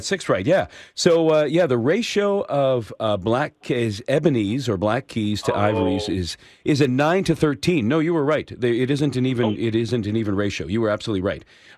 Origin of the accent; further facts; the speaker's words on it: Hamilton, Ontario, Canada; from my hometown of Hamilton.